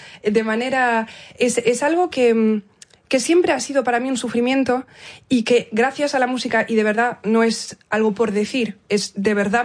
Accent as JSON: {"language": "Spanish", "region": "Galicia", "country": "Spain", "said": "Y creo que es algo, no solo del hecho de que sea gallega, sino que sea la hija de mi padre"}